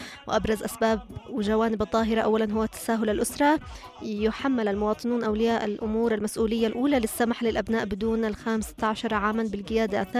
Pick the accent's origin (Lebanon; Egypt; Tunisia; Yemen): Yemen; صغار السن عندنا في اليمن أكثر